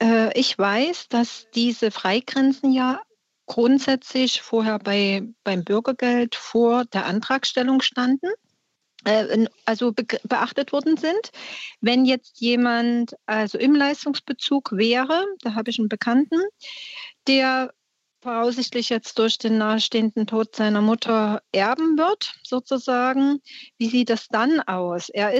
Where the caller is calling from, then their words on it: Saxony, Germany; Ich bin aus der Nähe von Dresden.